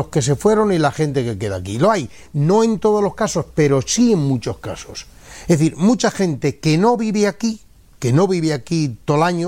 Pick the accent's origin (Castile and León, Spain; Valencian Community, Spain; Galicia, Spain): Castile and León, Spain; Otero de Bodas; en mi pueblo, que es Sotero de Bodas